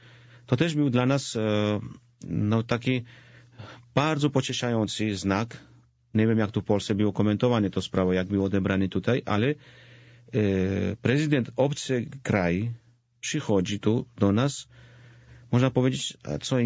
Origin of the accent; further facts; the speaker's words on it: Georgia; teraz pracuję i z proboszczem w swojej wiosce rodzinnej.